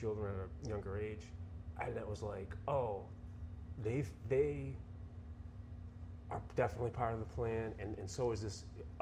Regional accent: Taunton, Massachusetts, United States; I grew up in Taunton, Massachusetts.

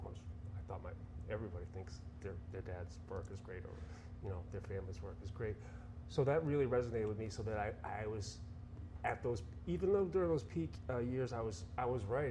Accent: Taunton, Massachusetts, United States; I grew up in Taunton, Massachusetts.

